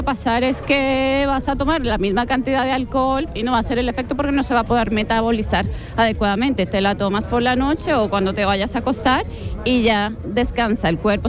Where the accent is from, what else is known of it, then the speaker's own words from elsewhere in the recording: Cartagena, Bolívar, Colombia; moved away as an adult; also born or lived in Bogotá, Colombia; now in Jerez, Spain; Bueno, nací en Colombia, en Bogotá, pero he vivido casi toda mi vida en Cartagena y vivo hace 15 años en España.